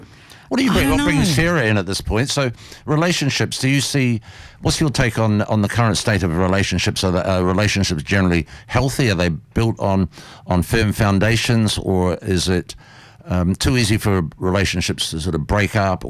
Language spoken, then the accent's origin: English; New Zealand; now in Australia; I'm originally from New Zealand.